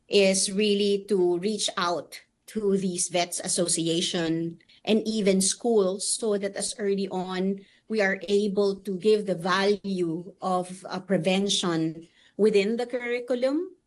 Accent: Philippines; I am originally, I'm a Filipino.

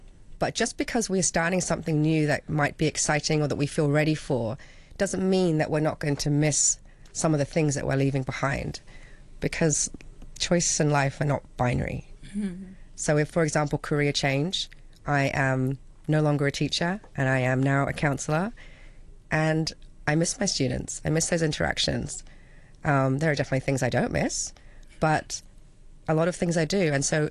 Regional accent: Hong Kong; My parents and their New Zealand culture has definitely shaped me, but also growing up in Hong Kong, I had a British education and I had friends from all over.

